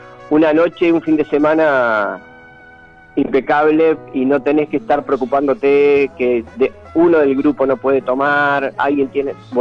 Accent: Atlántida, Canelones, Uruguay; porque somos de Atlántida y consideramos que por ahí es el camino de darle un poco a Atlántida lo que Atlántida nos dio a nosotros durante toda la vida, ¿no? Toda nuestra infancia.

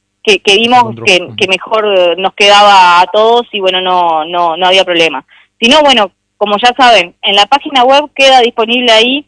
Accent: Canelones, Uruguay; somos de Canelones igualmente, pero bueno, tenemos que venir a trabajar igual.

